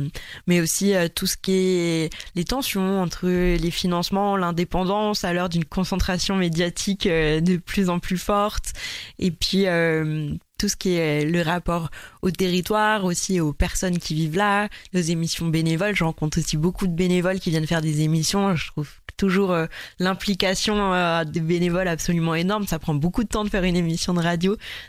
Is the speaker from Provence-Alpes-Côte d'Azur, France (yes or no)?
yes; Provence-Alpes-Côte d'Azur, France; Je viens du Var, du centre Var. Et en fait, chez mes parents, on ne captait vraiment pas de radio locale.